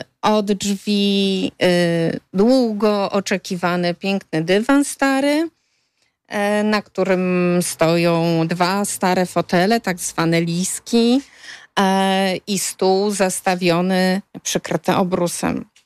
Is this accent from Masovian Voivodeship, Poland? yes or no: yes; Warsaw, Masovian Voivodeship, Poland; pochodzę z Warszawy.